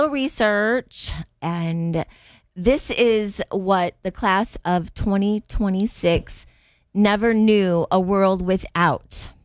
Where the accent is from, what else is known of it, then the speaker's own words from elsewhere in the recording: Mishawaka, Indiana, United States; But I grew up in Mishawaka, right?